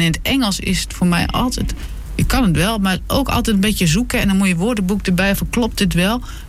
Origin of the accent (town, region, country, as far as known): Netherlands; accent: Low Saxon (Nedersaksisch) dialect; first language Low Saxon; Dutch is a second language